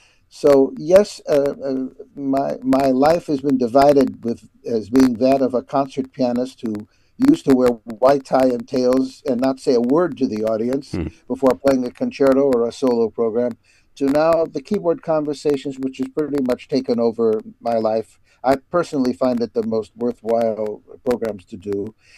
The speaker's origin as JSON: {"language": "English", "town": "Chicago", "region": "Illinois", "country": "United States", "accent": "Chicago", "said": "despite my Chicago accent."}